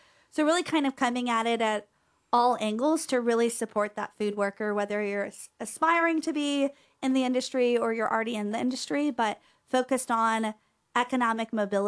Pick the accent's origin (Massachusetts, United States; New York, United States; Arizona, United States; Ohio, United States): Ohio, United States; now in Austin, United States; I'm from Ohio.